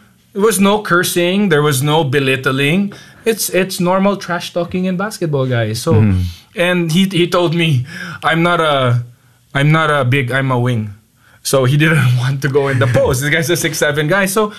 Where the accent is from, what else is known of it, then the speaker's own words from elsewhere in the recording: Baguio, Cordillera Administrative Region, Philippines; I was born and raised in Baguio City, and yung school ko dun sa Baguio City was actually called Risen Lord Academy